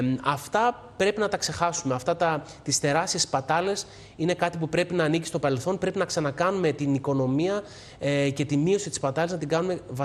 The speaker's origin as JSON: {"language": "Greek", "country": "Greece", "also_born_or_lived": "Northern Europe", "moved": "as an adult"}